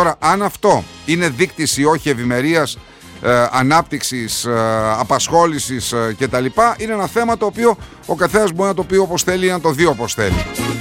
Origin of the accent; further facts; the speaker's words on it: Thessaloniki, Central Macedonia, Greece; Εγώ μεγάλωσα στο Κορδελιό και μετά από το σπίτι μου ήταν εκεί που είναι η Βιοκαρπέτ.